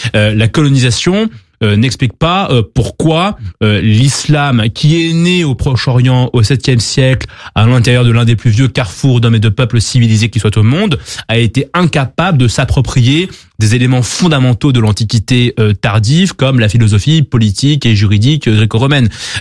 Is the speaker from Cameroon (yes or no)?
no; Paris, Île-de-France, France; born there; Et donc moi, je suis né à Paris, en France, dans les années 90.